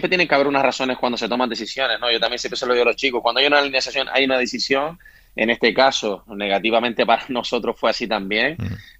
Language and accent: Spanish; Canary Islands, Spain; Estamos en un club de cantera y como canario y como, pues bueno, habitante de la isla, todos queremos lo bueno para el club, ¿no?